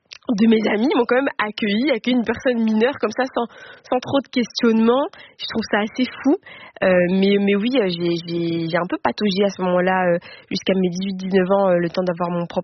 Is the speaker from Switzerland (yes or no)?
no; Belgium; je suis métisse, donc je suis belge, je suis congolaise, j'ai des traits qui me rappellent que je suis congolaise aussi